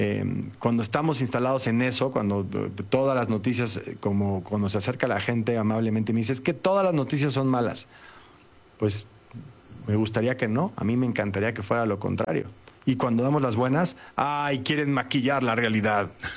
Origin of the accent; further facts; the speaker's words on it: Mexico; lo que somos los mexicanos